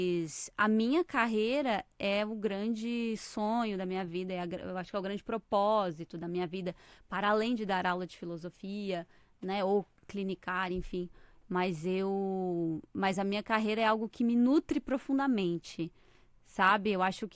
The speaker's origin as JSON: {"language": "Portuguese", "town": "Criciúma", "region": "Santa Catarina", "country": "Brazil", "tie": "born or raised there", "moved": "yes", "lives_now": "Florianópolis, Brazil", "said": "Eu sou natural do sul de Santa Catarina, de uma cidade chamada Criciúma. Mas eu sou radicada em Floripa."}